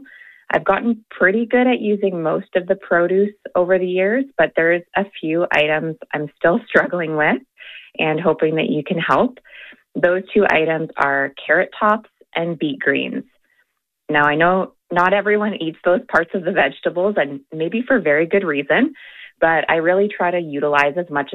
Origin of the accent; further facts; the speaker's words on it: Kitchener, Ontario, Canada; I'm from Kitchener, Ontario, Canada.